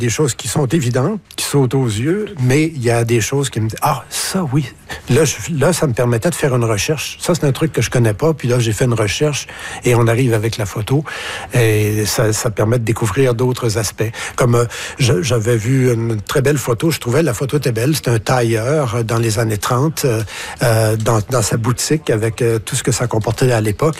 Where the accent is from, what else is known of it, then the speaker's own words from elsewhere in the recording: Rivière-du-Loup, Quebec, Canada; moved away; il savait que je suis natif de Rivière-du-Loup.